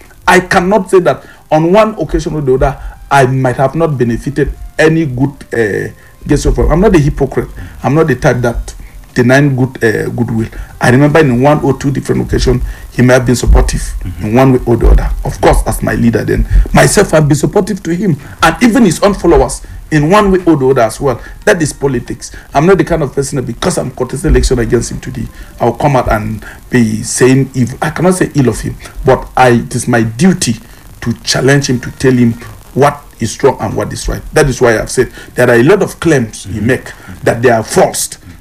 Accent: Pankshin, Plateau, Nigeria; But I am from Pangshin. I'm his constituent. I represent Pangshin North.

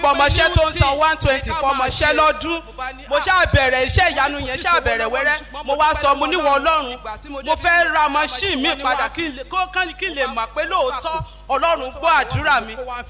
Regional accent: Ondo, Nigeria; Mo wá láti Ondo ní oko ìlú wa.

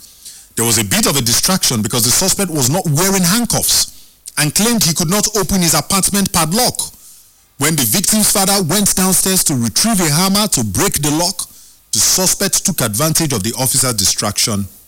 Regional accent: Nigeria

